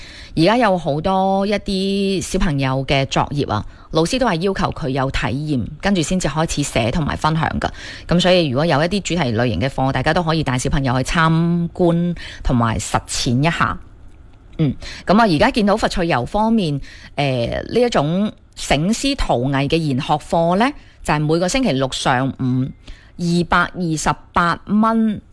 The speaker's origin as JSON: {"language": "Cantonese", "town": "Foshan", "region": "Guangdong", "country": "China"}